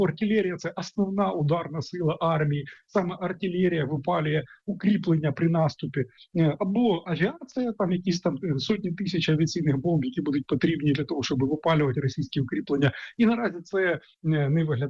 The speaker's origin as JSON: {"language": "Ukrainian", "town": "Sumy", "region": "Sumy Oblast", "country": "Ukraine", "tie": "born or raised there", "said": "прикордонні міста, такі як моє рідне місто Суми"}